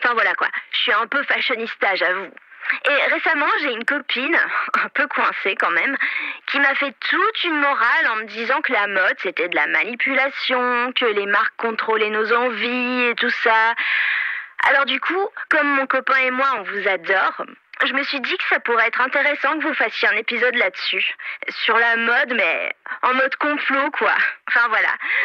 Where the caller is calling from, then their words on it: Spa, Wallonia, Belgium; j'habite à Spa.